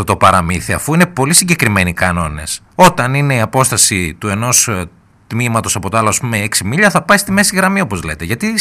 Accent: Greece

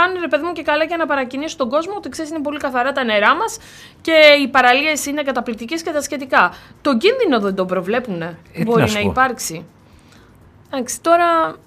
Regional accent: Kavala, Eastern Macedonia and Thrace, Greece; moved away; μεγάλωσα στην επαρχία, στην Καβάλα

